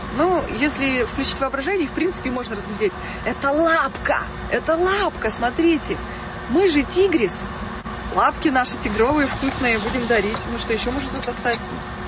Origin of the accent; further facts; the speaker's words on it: Siberia, Russia; Я же из Сибири